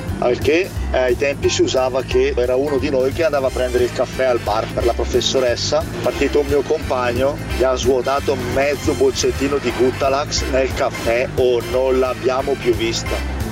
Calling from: Bergamo, Lombardy, Italy; da Bergamo.

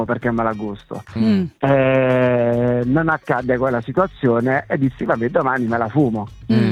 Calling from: Martina Franca, Apulia, Italy; Io sono di Martina Franca.

